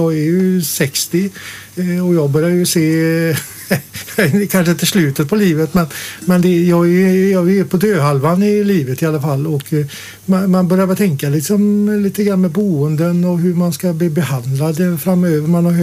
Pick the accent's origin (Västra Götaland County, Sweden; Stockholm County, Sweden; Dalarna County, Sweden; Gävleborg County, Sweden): Västra Götaland County, Sweden; Dingle; Jag tycker väl som så här att jag är född i Dingle med metropolen. Vi hade väl kanske 900 personer eller 1000 invånare, och jag är uppväxt på en liten skola.